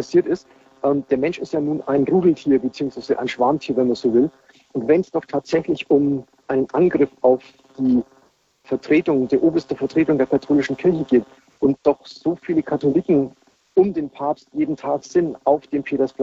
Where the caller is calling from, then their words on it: Schleswig-Holstein, Germany; ich komme aus der Nähe von Lübeck.